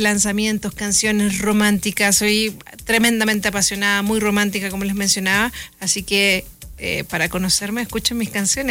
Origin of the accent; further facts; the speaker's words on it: Chile; soy chilena, cantante, futbolista